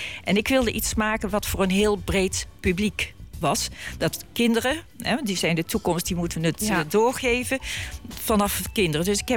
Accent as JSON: {"language": "Dutch", "town": "Heusden", "region": "North Brabant", "country": "Netherlands", "said": "Want ik kom uit Heusden."}